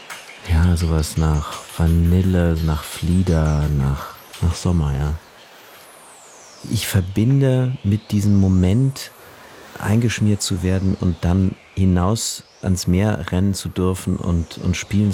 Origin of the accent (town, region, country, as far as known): Berlin, Germany; born there